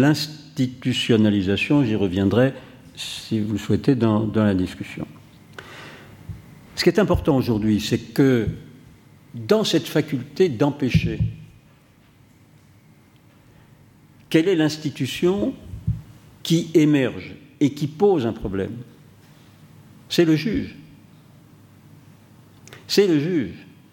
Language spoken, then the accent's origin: French; France; chez nous en France.